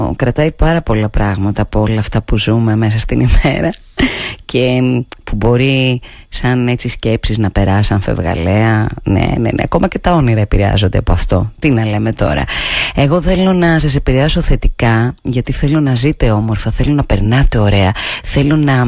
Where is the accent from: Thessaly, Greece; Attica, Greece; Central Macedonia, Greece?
Central Macedonia, Greece; Thessaloniki; born there; Ακόμα και τότε που πήγαινα, ας πούμε, στο χωριό μου τα καλοκαίρια και έπρεπε να αποχωριστώ τις φίλες μου, τις παρέες μου, για να πάω εγώ τότε στη Θεσσαλονίκη από το χωριό